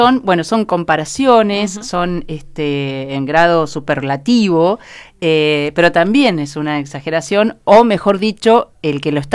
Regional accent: Argentina; nosotros como argentinos

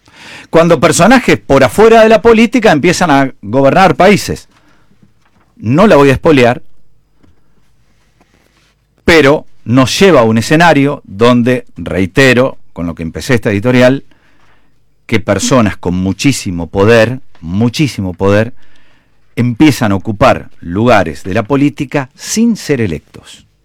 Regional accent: Argentina; particularmente en mi país, en la Argentina

